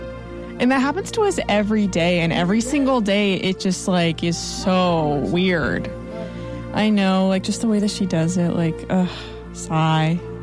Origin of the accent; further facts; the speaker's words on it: Portland, United States; It's literally hard being a Portlander.